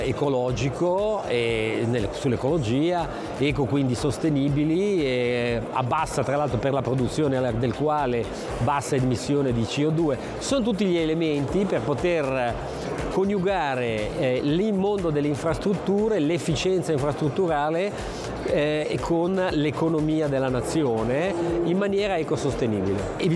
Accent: Genoa, Liguria, Italy; Noi siamo di Genova

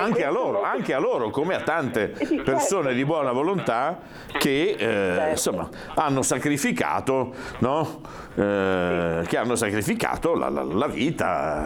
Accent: Liguria, Italy; sono ligure

